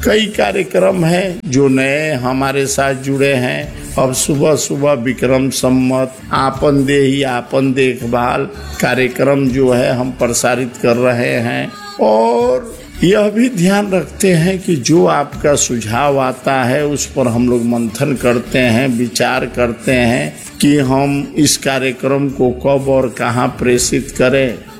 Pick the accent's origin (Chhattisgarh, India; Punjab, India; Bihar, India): Bihar, India; Gopalganj; हमारा जिला जो है कृषि प्रधान जिला है जिसमें 95% से अधिक लोग जो है खेती बाड़ी से जुड़े हुए हैं